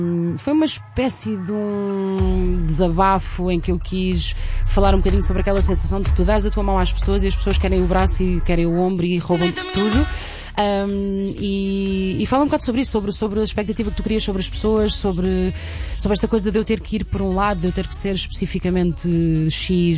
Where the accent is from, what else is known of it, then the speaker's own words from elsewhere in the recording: Centro, Portugal; Eu, quando cresci na minha aldeia, nas aldeias vizinhas, isto é. Eu sinto que isto é uma coisa muito da zona centro.